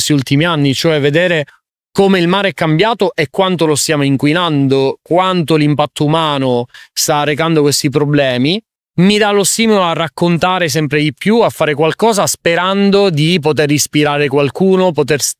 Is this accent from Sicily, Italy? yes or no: yes; Sicily, Italy; Io da siciliano sono cresciuto nel mare della Sicilia, ho avuto tante esperienze in mare